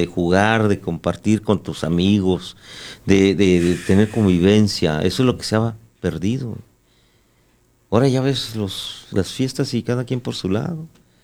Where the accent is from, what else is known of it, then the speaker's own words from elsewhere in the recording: Mexico; decir, bueno, somos mexicanos, estamos alegando la soberanía.